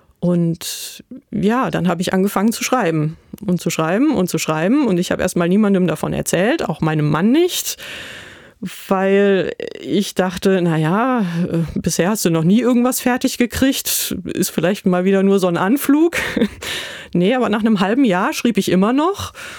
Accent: Germany; Als Deutsche ein englisches Buch schreiben

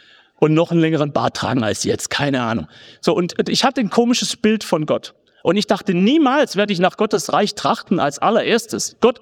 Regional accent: Gaildorf, Baden-Württemberg, Germany; Meine Mutter Religionsunterricht in Geildorf, wo ich herkomme, im Schwabenland. Das heißt wirklich so Geildorf.

